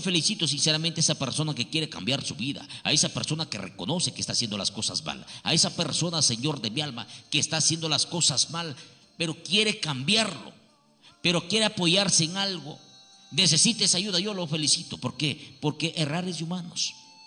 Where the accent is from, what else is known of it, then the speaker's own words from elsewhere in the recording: Huancabamba, Piura, Peru; now in San Luis, Carlos Fermín Fitzcarrald, Peru; que sea de nuestra tierra, de Huancabamba, Salalá. Desde allá venimos, queridos hermanos. … viene desde Huancabamba, Salalá, queridos amigos. Y yo no puedo negar a mi tierra. Yo no puedo negar mi origen.